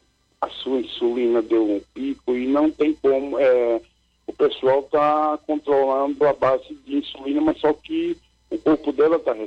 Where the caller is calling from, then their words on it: Arapiraca, Alagoas, Brazil; Eu falo de Arapiraca, Alagoas.